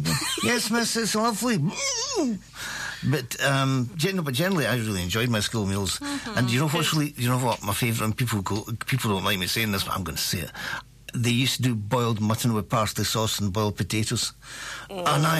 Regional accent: Banff, Scotland, United Kingdom; I grew up in Banff

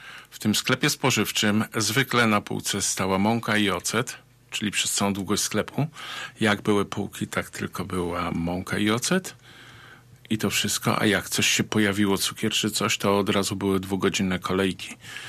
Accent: Bielsko-Biała, Silesian Voivodeship, Poland; Ja jestem z Bielska Białej

